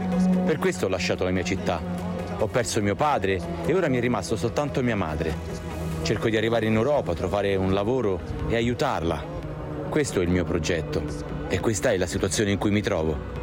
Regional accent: North, Nigeria; moved away; Ho lasciato il mio paese e sono venuto qui perché vengo dal nord della Nigeria, dove abbiamo il problema di Boko Haram, dei rapimenti e dei banditi.

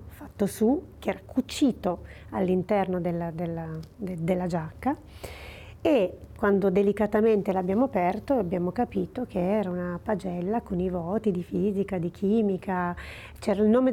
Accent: Pontestura, Piedmont, Italy; al mio paese natio, che è Pontestura, che è vicino a Casale Monferrato, nel Pontestura

